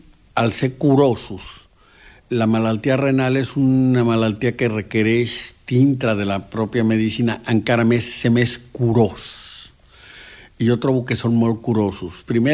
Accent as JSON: {"language": "Catalan", "country": "Mexico", "moved": "yes", "lives_now": "Catalonia, Spain", "said": "el meu tocallo, que és la paraula que fem servir a Mèxic per la gent del mateix nom"}